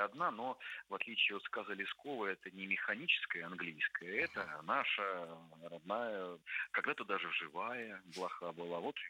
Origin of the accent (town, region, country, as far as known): Tula, Tula Oblast, Russia